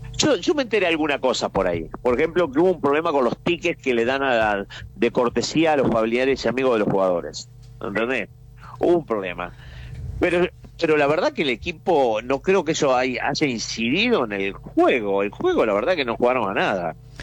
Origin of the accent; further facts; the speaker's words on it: Argentina; moved away; que sabe que soy argentino